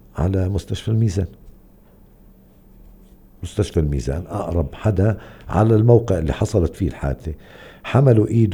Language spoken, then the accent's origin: Arabic; West Bank, Palestine; عندنا في الضفة